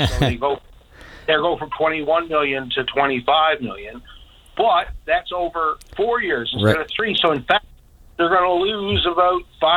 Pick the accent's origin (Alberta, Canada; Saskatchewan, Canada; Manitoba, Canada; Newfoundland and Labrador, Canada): Newfoundland and Labrador, Canada; Corner Brook; my hometown and in Cornerbrook